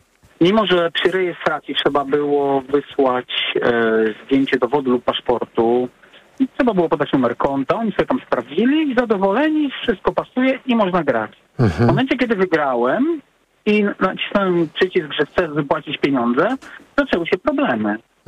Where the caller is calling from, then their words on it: England, United Kingdom; wiem, czy mogę się opowiedzieć, bo ja z Anglii dzwonię, nie z Polski.